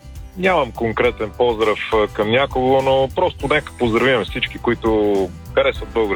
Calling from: Sofia, Sofia City, Bulgaria; от София съм

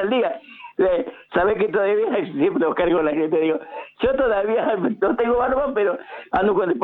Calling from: Castelar, Buenos Aires Province, Argentina; Estoy en la zona de Castelar

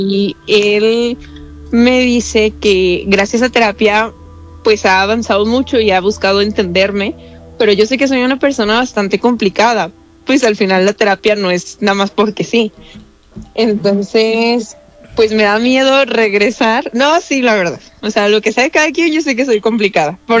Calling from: Mexico City, Mexico; De Ciudad de México.

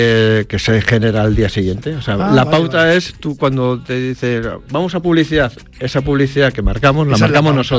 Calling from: Madrid, Community of Madrid, Spain

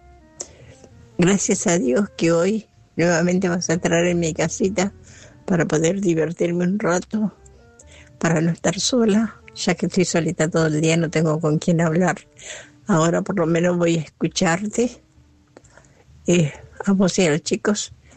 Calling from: La Ferrere, Buenos Aires Province, Argentina; de La Ferreres.

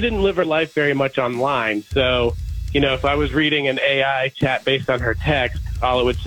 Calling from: Fayetteville, Georgia, United States

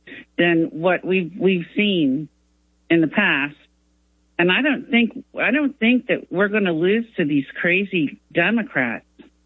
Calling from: Maryland, United States; I'm from Maryland.

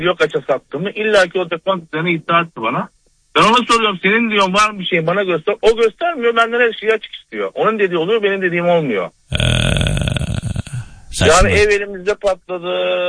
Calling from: Tekirdağ, Turkey; Tekirdağ'dan arıyorum.

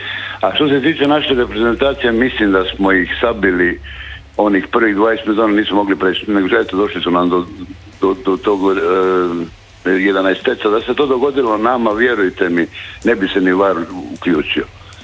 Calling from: Lošinj, Primorje-Gorski Kotar County, Croatia; ja sam inače profesionalni pomorac, sa Lošinja sam

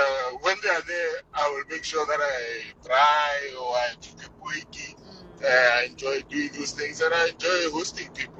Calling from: Rustenburg, North West, South Africa; Rustenberg.

